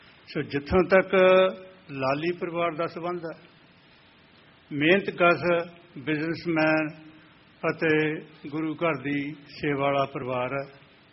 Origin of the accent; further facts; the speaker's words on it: Punjab, India; ਵੈਸੇ ਤਾਂ ਜਿੰਨੇ ਵੀ ਅਸੀਂ ਪੰਜਾਬੀ ਹਾਂ ਸਾਰਿਆਂ ਨੇ ਮਿਹਨਤ ਕੀਤੀ ਆ